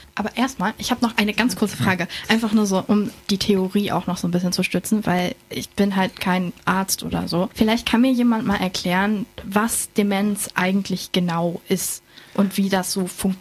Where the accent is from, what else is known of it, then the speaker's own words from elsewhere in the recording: Neubrandenburg, Mecklenburg-Vorpommern, Germany; weil ich komme aus Neubrandenburg